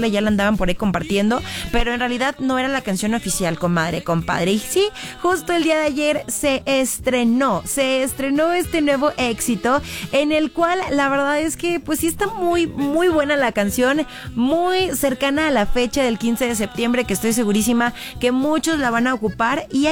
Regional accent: Mexico; llega una canción que nos identifica como mexicanos

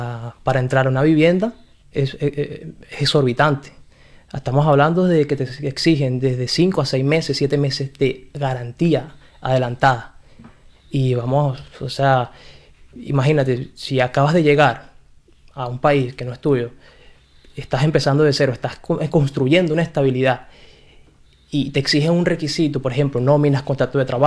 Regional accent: Venezuela; moved away as an adult; now in Spain; actualmente soy venezolano y actualmente estoy viviendo acá en España con mi familia.

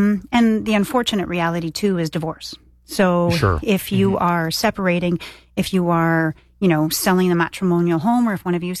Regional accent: Toronto, Ontario, Canada; now in Stittsville, Canada; Right, I've lived in Stittsville longer than I've lived anywhere in my life, though I still say I'm from Toronto.

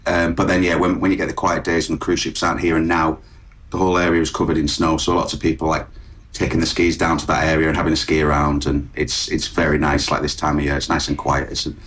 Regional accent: Kendal, North West England, United Kingdom; I'm from Kendal, the Lake District. So yeah, nice. Shout out to friends and family back home.

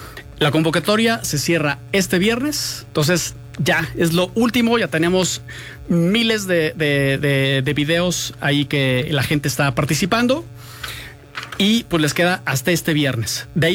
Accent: Mexico; siempre tenemos como mexicanos pues esa espinita de, híjole, no llegamos al quinto partido

